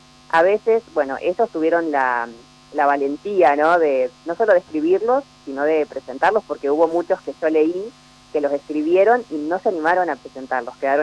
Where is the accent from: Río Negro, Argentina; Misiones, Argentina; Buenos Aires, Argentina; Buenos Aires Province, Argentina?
Misiones, Argentina; Campo Grande; also born or lived in Chubut; yo prácticamente, si bien nací en Chubut, me crié en Campo Grande